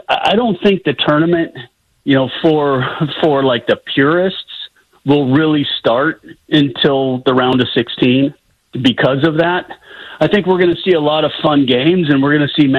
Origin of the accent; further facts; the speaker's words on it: United States; moved away as an adult; also born or lived in Europe; growing up in America, but then going to Europe for 17 years